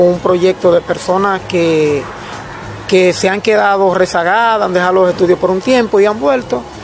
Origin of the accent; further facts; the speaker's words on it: San Francisco de Macorís, Duarte, Dominican Republic; de San Francisco de Macorís.